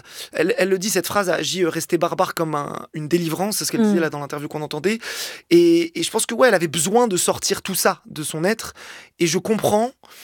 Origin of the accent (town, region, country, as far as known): Algeria